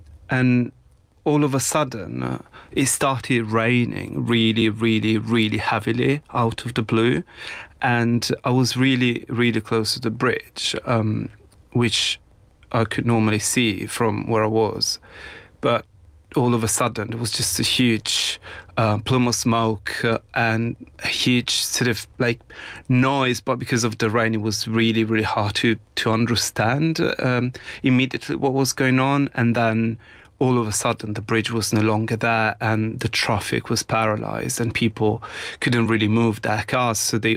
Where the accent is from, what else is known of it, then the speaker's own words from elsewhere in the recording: Genoa, Liguria, Italy; moved away; I'm originally from Genoa, and I was visiting my family